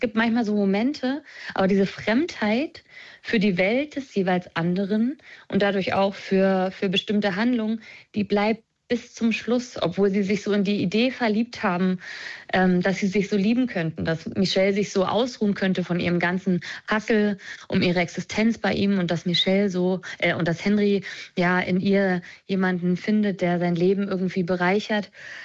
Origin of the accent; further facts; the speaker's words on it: Lusatia, Germany; Also ich komme ja aus der Lausitz